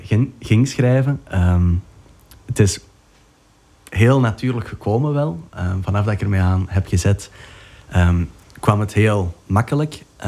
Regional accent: Sint-Niklaas, Flanders, Belgium; accent: Sint-Niklaas dialect; Ik praat alleen maar echt plat Sint-Niklaas als ik bij mijn familie ben.

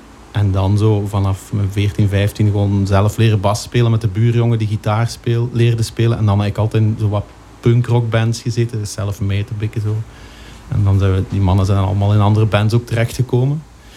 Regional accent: Hechtel, Flanders, Belgium; also born or lived in Hasselt; Nee, ik ben Hasselt geboren, hoor. Maar ik ben opgegroeid in Hechtel.

